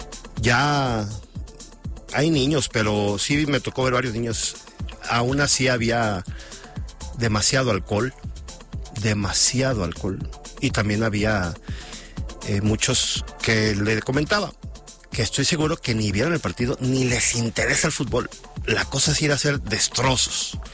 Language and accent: Spanish; Mexico